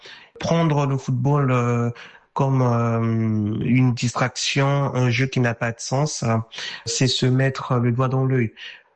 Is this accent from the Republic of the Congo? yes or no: yes; Republic of the Congo; now in Le Mans, France; Moi, je suis originaire de la République du Congo, dont la capitale est Brazzaville.